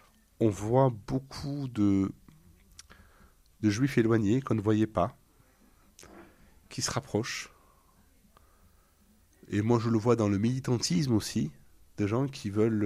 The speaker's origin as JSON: {"language": "French", "town": "Marseille", "region": "Provence-Alpes-Côte d'Azur", "country": "France", "tie": "born or raised there", "said": "je suis profanément français. Je suis né à Marseille, je suis né en France."}